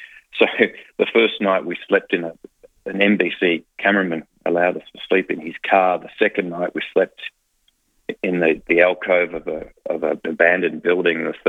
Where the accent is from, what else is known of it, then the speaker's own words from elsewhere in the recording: Bendigo, Victoria, Australia; I'm a boy from Bendigo.